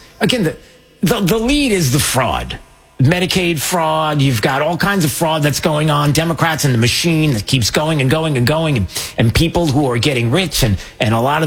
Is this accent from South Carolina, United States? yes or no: no; New York, United States; I grew up in New York